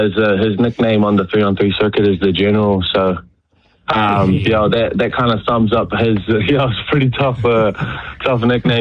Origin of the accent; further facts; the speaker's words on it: Hamilton, Waikato, New Zealand; I grew up in Hamilton, went to a little Māori school, and then spent 3 years at Hamilton Boys High